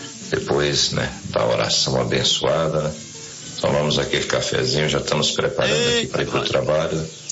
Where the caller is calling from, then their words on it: Trindade, Goiás, Brazil; De Trindade, Goiás.